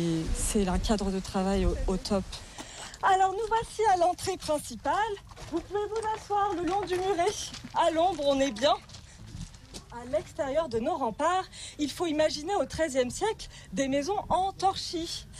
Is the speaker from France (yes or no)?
yes; Guilherand-Granges, Auvergne-Rhône-Alpes, France; born there; Oui, je suis née à Guillaume-en-Grange.